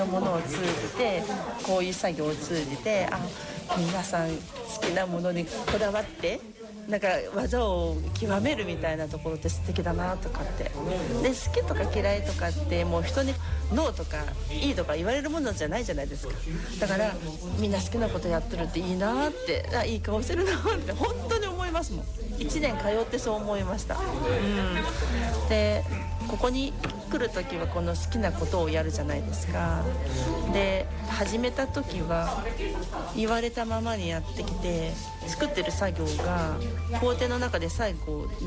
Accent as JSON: {"language": "Japanese", "town": "Toyokawa", "region": "Aichi", "country": "Japan", "lives_now": "Nishio, Japan", "said": "もともと豊川で結婚して今西尾。"}